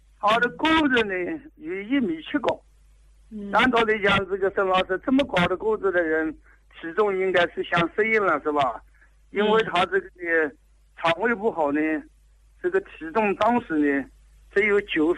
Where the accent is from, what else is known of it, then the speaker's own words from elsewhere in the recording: Jiangsu, China; 所以大米饭呢，我们江苏这边呢吃的大米饭是吧？一般都是以大米为主了，是吧？不是像东北那边啊，是高粱啊这种是。